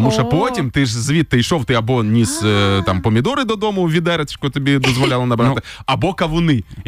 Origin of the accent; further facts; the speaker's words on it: Kherson, Kherson Oblast, Ukraine; moved away; я ж з Херсону взагалі родом.